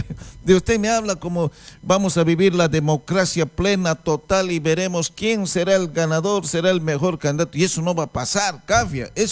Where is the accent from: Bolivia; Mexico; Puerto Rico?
Bolivia; Llallagua, Potosí; born there; alguien de mi pueblo, de Llallagua